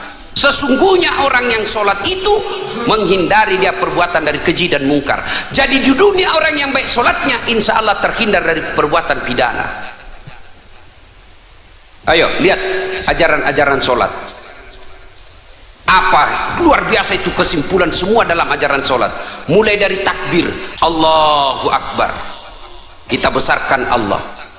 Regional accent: South Sulawesi, Indonesia; now in Jakarta, Indonesia; datang orang Bugis kampung saya.

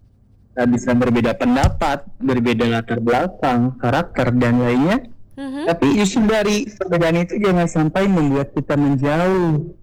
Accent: Cimahi, West Java, Indonesia; Kalau aku orang Cimahi asli kak.

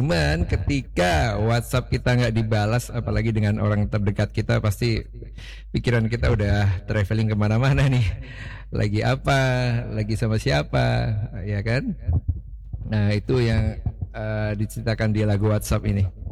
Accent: Semarang, Central Java, Indonesia; kita band asli dari Kota Semarang.

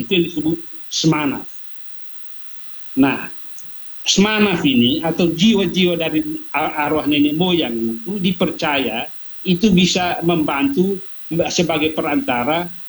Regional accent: East Nusa Tenggara, Indonesia; kalau kami orang Timur yang berbahasa Dawan, yang walaupun sudah beragama itu, menyebut Tuhan Allah itu dengan istilah Wisneno.

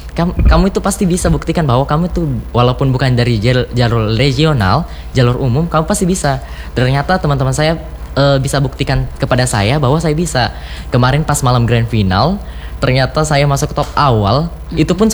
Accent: Pangkep, South Sulawesi, Indonesia; di daerah saya itu belum mencakup semuanya, Kak. Terutama di bagian teknologi. Apalagi di daerah Pangkep itu kan terbagi menjadi 2 wilayah, Kak. Daratan dan kepulauan.

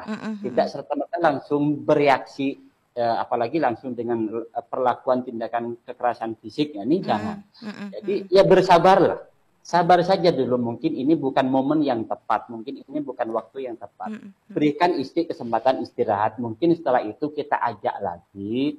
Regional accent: Madura, East Java, Indonesia

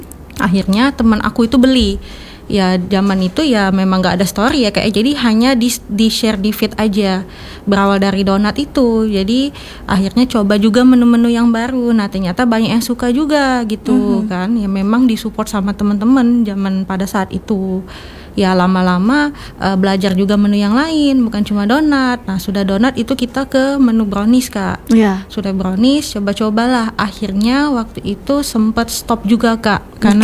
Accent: Palembang, South Sumatra, Indonesia; Saya tinggal di Palembang, udah dari kecil gitu.

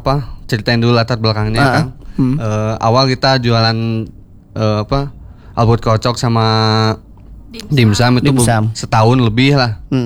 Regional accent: Bandung, West Java, Indonesia; Asli Bandung. Saya di Lewi Panjang.

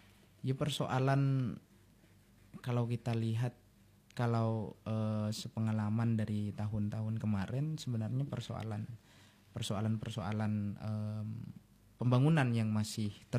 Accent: East Java, Indonesia; di bawah bukit, di bawah bukit desa saya.

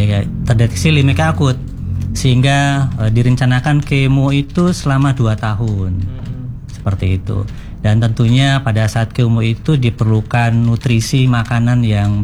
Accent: Central Java, Indonesia; now in Surabaya, Indonesia; Ya, dari Jawa Tengah.

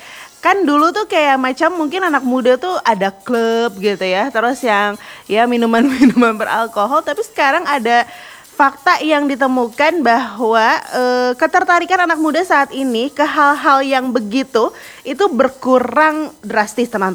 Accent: Bandung, West Java, Indonesia; now in Papua, Indonesia; aku lahir dan besar di Bandung

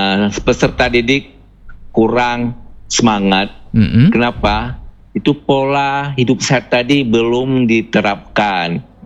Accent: Lampahan, Aceh, Indonesia; Toh saya kan pulang kampung ya kan. Betul. Kan saya dari Lampahan.

